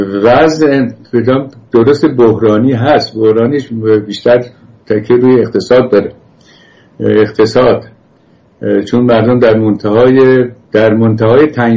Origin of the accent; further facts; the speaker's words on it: Iran; گفتم ایرانی،